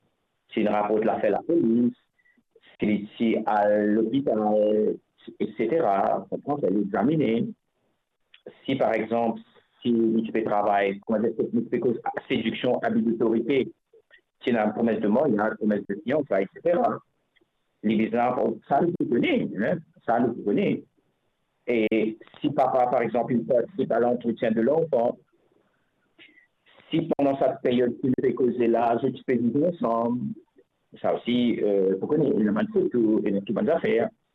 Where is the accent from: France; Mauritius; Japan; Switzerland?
Mauritius; moi je viens de Mauricien